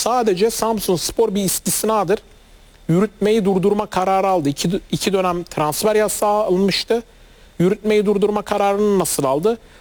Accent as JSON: {"language": "Turkish", "region": "Adana", "country": "Turkey", "said": "Mesela benim memleketim Adana Demirspor."}